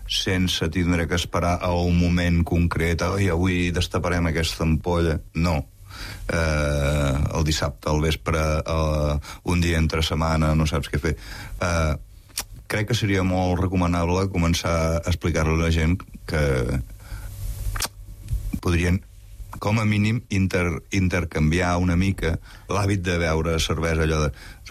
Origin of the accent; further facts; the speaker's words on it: Catalonia, Spain; Som catalans, estem a Catalunya, fem coses de catalans.